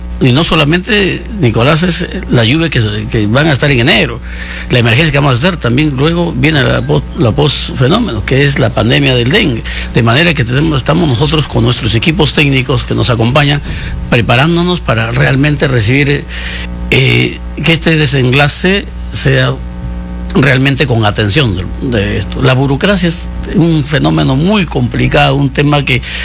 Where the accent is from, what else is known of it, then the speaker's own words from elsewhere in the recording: Huarmaca, Piura, Peru; Yo vengo de una parte muy difícil, yo soy de Huarmaca, de la Sierra de Piura. Allá me formé como regidor de la Municipal de Centro Poblado